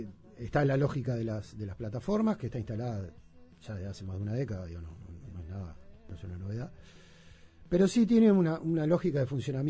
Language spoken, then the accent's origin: Spanish; Montevideo, Uruguay; Yo vivía cerca de ahí. Como niño me crié en Villa Dolores.